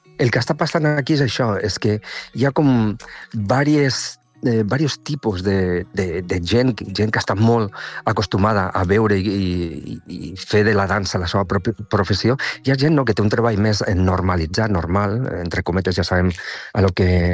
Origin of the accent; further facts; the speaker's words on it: Tortosa, Catalonia, Spain; moved away as an adult; also born or lived in Barcelona / Belgium; now in Tortosa, Spain; Bueno, Tortosa, com deia abans, és la meva ciutat natal.